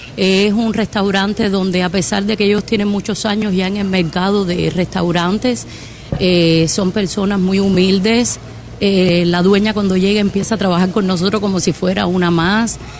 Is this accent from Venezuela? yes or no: no; Cuba; now in Doral, United States; nosotros la mayoría somos cubanos.